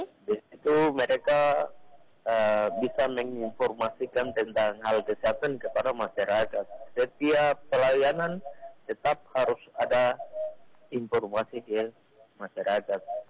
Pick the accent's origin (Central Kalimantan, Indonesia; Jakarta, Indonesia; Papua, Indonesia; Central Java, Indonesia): Papua, Indonesia; Serui; saya dari Serui, dari Wondama, dari semua ada di kita di Nabire